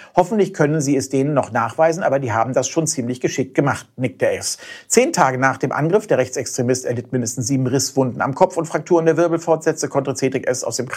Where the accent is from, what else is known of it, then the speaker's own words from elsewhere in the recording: Hamburg, Germany; als Hamburger